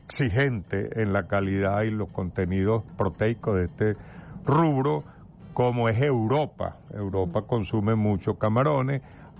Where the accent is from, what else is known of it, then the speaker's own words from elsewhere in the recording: Guárico, Venezuela; como somos llaneros, en mi casa se consumía mucha carne bovina.